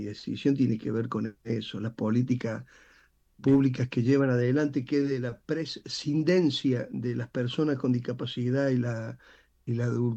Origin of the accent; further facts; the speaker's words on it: Unquillo, Córdoba, Argentina; Yo soy de Unquillo, de las Sierras Chicas.